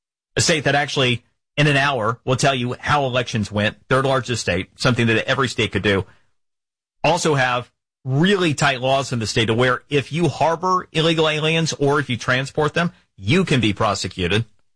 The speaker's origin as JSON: {"language": "English", "region": "Florida", "country": "United States", "tie": "born or raised there", "said": "For example, in my home state of Florida"}